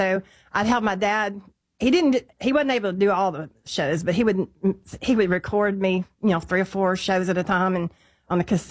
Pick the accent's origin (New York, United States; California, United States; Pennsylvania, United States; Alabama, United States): Alabama, United States; Birmingham; also born or lived in Missouri; I'm actually from Birmingham area, but I moved to Missouri and lived there 30 years. I moved back down here 10 years ago.